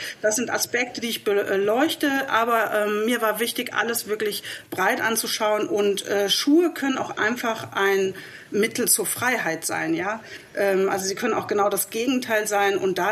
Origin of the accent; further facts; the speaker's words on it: Leipzig, Saxony, Germany; dann habe ich halt erstmal rund um meine Heimatstadt Leipzig recherchiert.